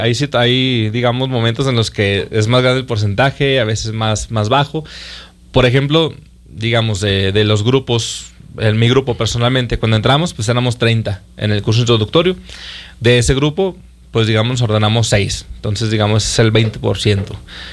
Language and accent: Spanish; Zacatecas, Mexico; somos mexicanos y somos zacatecanos